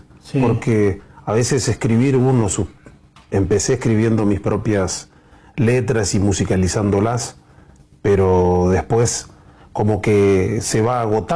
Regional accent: Concepción, Corrientes, Argentina; Yo soy de Concepción, del Yaguareté Corá. Mi pueblito me eligió embajador cultural

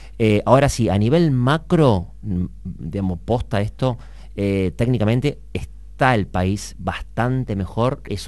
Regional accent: Argentina; nosotros tenemos un tema cultural como argentinos

